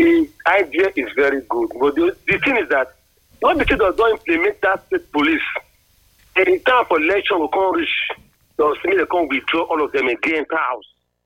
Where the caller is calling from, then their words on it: Benin City, Edo, Nigeria; I'm from Benin, from Ohoro.